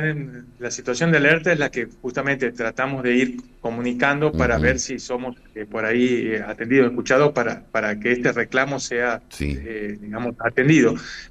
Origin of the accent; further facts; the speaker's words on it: Santiago del Estero, Argentina; bueno, ustedes son del interior, yo soy de Santiago del Estero